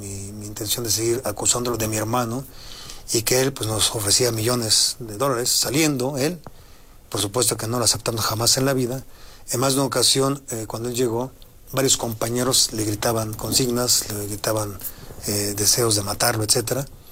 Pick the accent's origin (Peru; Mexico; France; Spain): Mexico; y lo digo lleno de orgullo, pues soy mexicano. Yo me subo al metro, yo me subo a los peceros, yo camino por la calle de mi casa, yo no me escondo.